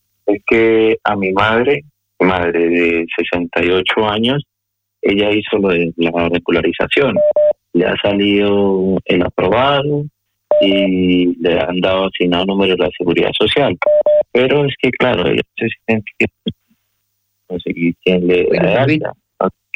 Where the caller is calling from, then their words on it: Madrid, Community of Madrid, Spain; Abogado, de Madrid.